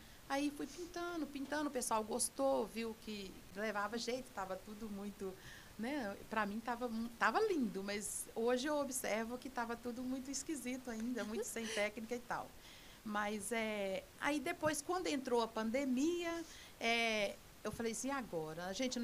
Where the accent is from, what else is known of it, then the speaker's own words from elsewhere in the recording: Dom Serafim, Minas Gerais, Brazil; born there; Eu nasci na zona rural, lá em Dom Serafim